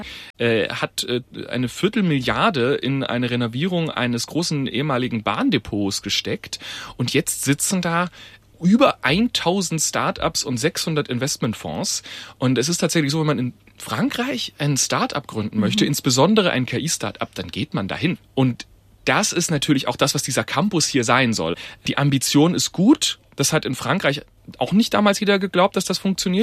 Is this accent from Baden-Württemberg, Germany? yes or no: yes; Heilbronn, Baden-Württemberg, Germany; also ich liebe meine Heimat natürlich, aber ehrlicherweise Heilbronn ist jetzt nicht die sexieste Stadt.